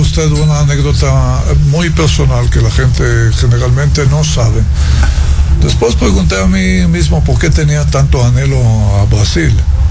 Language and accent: Spanish; Haifa, Haifa District, Israel; moved away as an adult; now in Ecuador; Yo nací en la ciudad de Haifa, en Israel.